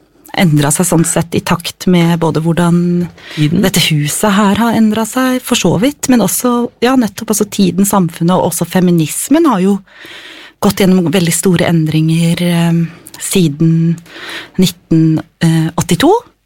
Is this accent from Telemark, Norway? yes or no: no; Oslo, Norway; Med sånn født og oppvokst I Oslo